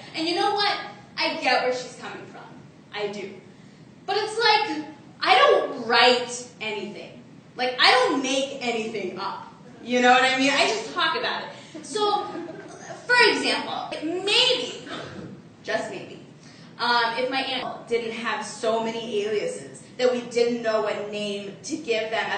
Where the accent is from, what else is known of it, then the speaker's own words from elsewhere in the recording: Arkansas, United States; So, like Sharup, I too am an immigrant. I'm from Arkansas.